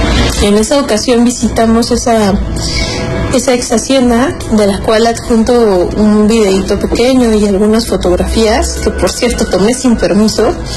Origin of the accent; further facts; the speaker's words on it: Cuautitlán Izcalli, State of Mexico, Mexico; soy de Cuautitlán Izcalli.